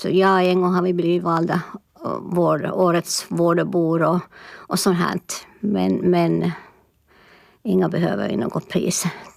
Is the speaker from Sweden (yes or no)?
no; Eastern Finland, Finland; moved away as an adult; now in Åland, Finland; Jag är en pensionär nu för tiden, 74 år. Jag är född i Finland, östra Finland, och flyttat hit 1969. Och har bott här snart 57 år. Och trivs jättebra. Far hem nog visserligen. Hem. Jag har två hem. Jag har en på Åland och en där hemma.